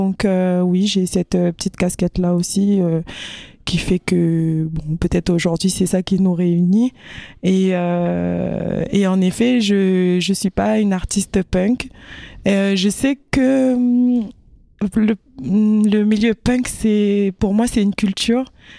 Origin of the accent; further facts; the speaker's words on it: Paris, Île-de-France, France; donc, et je suis de Paris. Originaire de Kanaki, Nouvelle-Calédonie, donc je me perçois plutôt comme une femme kanak et hexagonale française aussi